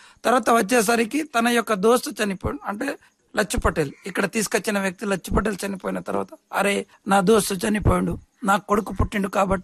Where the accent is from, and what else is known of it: Marlavai, Telangana, India